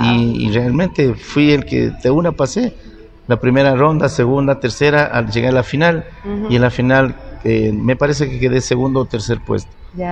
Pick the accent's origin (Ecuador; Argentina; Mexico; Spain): Ecuador; Ibarra, Imbabura; moved away; Bueno, sí, en realidad fue una gran aventura porque solo de mi pueblo Ibarra eran como 3 horas. De Ibarra a Quito eran como 12 horas. De Quito a Guayaquil eran como un día y una noche.